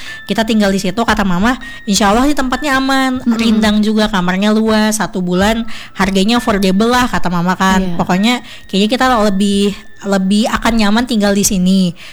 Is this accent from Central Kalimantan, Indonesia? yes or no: yes; Sampit, Central Kalimantan, Indonesia; born there; also born or lived in Banjarmasin, South Kalimantan; Lama di Sampit. Oh, iya. Aku sekolah SD, SMP, SMA tuh di Sampit. Terus awalnya pindah ke Sampit itu aku seneng kan, karena wih ngerantau nih